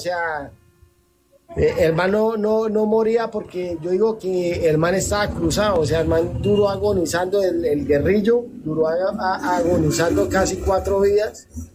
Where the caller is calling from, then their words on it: Bucaramanga, Santander, Colombia; Desde Bucaramanga a Santander.